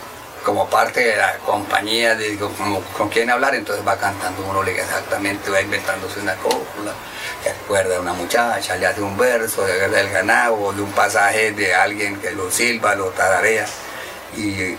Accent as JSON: {"language": "Spanish", "town": "San Martín", "region": "Meta", "country": "Colombia", "said": "El canto es la parte, digamos, la entretención mía de acá en la sabana. No como buen llanero de San Martín, pero no canto mucho cuando vamos arriando."}